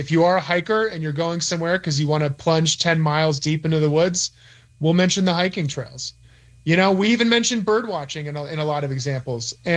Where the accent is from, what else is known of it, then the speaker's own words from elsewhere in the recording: Virginia, United States; moved away; I'm originally from Virginia